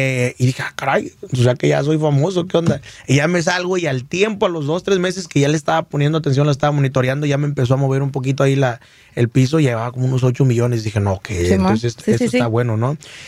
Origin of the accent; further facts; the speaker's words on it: Michoacán, Mexico; accent: Michoacán; Así como mi acento michoacano.